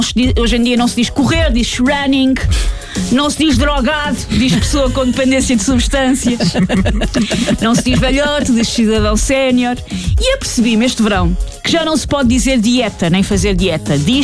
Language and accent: Portuguese; Portugal; Como boa portuguesa, eu sempre associo a palavra déficit a algo mau